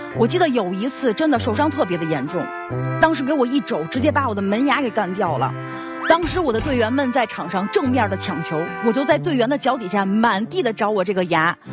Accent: Beijing, China; 我是个北京大妞。

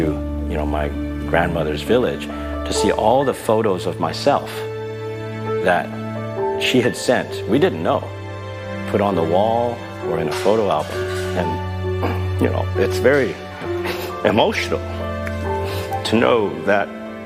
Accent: Canada; born there; I was born in Canada, so whenever my grandmother who helped raise me

